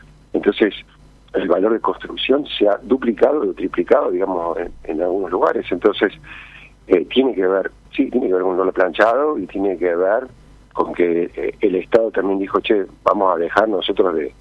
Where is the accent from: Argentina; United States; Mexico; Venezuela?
Argentina; Córdoba; yo soy cordobés